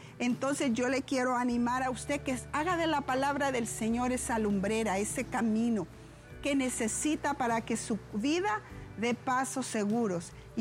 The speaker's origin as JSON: {"language": "Spanish", "country": "Honduras", "said": "lo más hermoso también de nosotros como Honduras, como hondureños"}